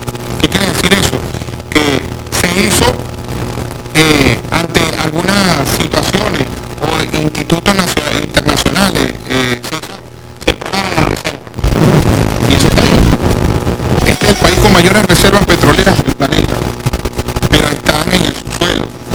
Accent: Venezuela

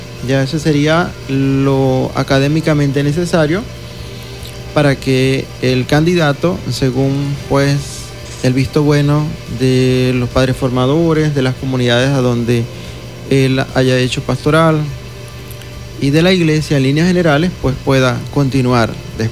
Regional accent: Punta de Mata, Monagas, Venezuela; now in Maturín, Venezuela; Yo soy de Punta de Mata

